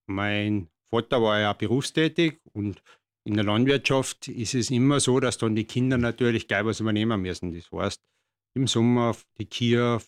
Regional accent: St. Margrethen, St. Gallen, Switzerland; Ja, es war vielleicht so, dass es ja, wie ich Kind war, war ich bei uns in St. Margrethen auch noch fast jeder Bauer.

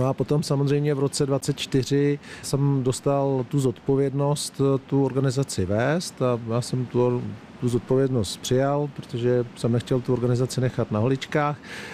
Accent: Prague, Czechia; born there; já jsem z Libně, z Prahy

